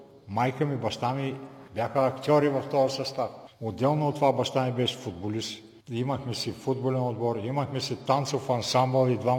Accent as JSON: {"language": "Bulgarian", "town": "Dobrich", "region": "Dobrich Province", "country": "Bulgaria", "tie": "born there", "said": "Ами роден съм в Добрич, но детските ми години са минали тука."}